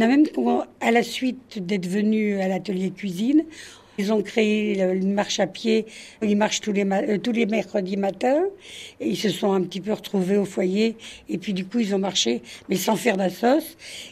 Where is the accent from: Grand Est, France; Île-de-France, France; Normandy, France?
Île-de-France, France; Paris; now in Île de Ré, France; quand on arrive sur l'île de Ré, comme moi je suis parisienne